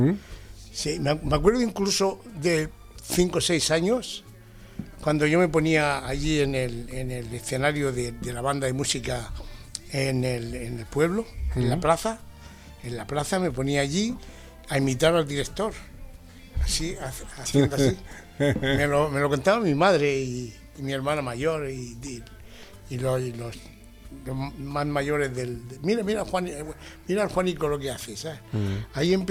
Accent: Adra, Andalusia, Spain; Yo soy de Adra, de Almería.

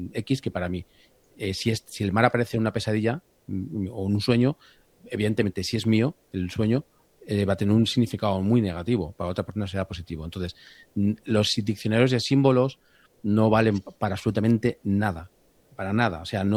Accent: Madrid, Community of Madrid, Spain; yo soy una persona que no soy de costa, soy de Madrid, entonces para mí el mar me asusta.

